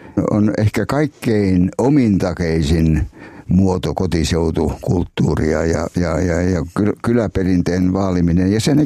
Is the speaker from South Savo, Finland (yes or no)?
yes; Enonkoski, South Savo, Finland; kun olen Etelä-Savosta lähtöisin Enonkoskelta, niin siis siellä on myöskin tapana, että kätellään aina, kun tavataan.